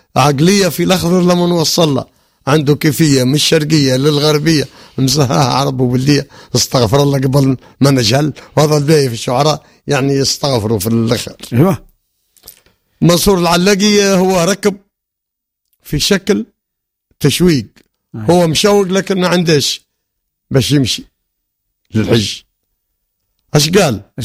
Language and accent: Arabic; Sfax, Sfax Governorate, Tunisia